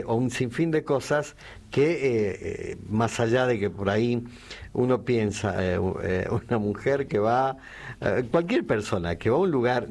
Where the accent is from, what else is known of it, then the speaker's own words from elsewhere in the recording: Jujuy, Argentina; Pues yo soy Jujuy